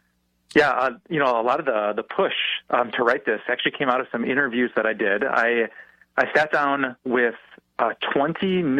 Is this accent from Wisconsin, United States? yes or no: yes; Green Bay, Wisconsin, United States; So I grew up in Green Bay, Wisconsin, and mom and dad who loved me deeply.